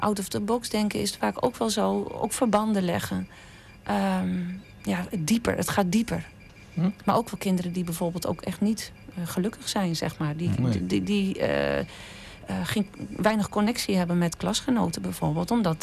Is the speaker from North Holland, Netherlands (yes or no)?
no; Hattem, Gelderland, Netherlands; moved away as an adult; now in Heerlen, Netherlands; ik ben opgegroeid in Hattem en in 2000... in 2018 ben ik naar Heerlen verhuisd.